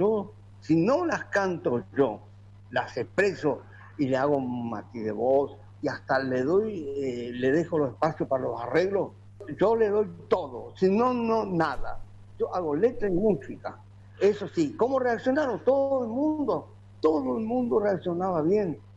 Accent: Argentina; Gracias Córdoba, gracias país, somos argentinos y qué tanto lío.

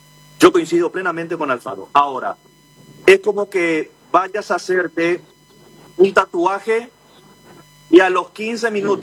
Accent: Paraguay

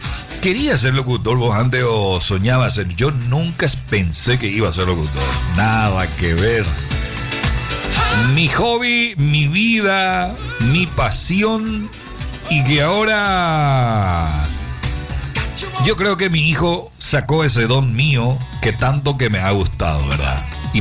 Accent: Paraguay; now in Ciudad del Este, Paraguay; Yo por ejemplo vengo de una compañía, no de una ciudad. Porque mucha gente me pregunta, vos sos de Ciudad del Este, vos sos de Asunción, vos sos de tal ciudad. No, yo no soy de la ciudad.

